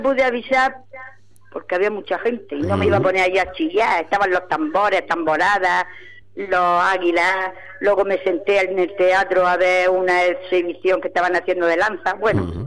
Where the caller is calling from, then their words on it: La Ñora, Region of Murcia, Spain; de La Ñora.